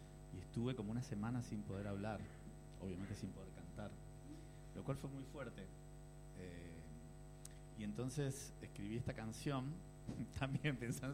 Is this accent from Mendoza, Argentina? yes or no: no; Buenos Aires, Argentina; born there; now in Traslasierra, Córdoba, Argentina; Yo nací en Buenos Aires, pero elegí vivir en Tras la Sierra.